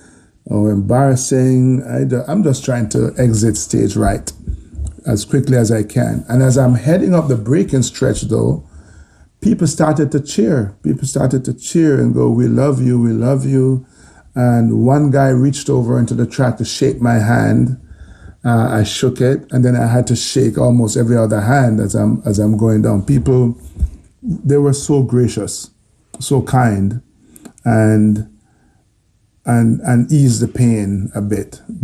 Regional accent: Jamaica; The fact that we're from Jamaica and have very limited resources and so on does not factor.

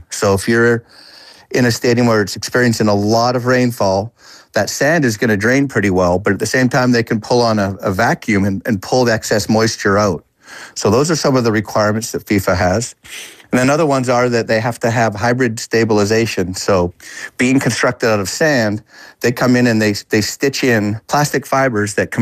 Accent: Canada; I'm an avid fan, and I'm a Canadian, so I'll be cheering for several teams, including Canada.

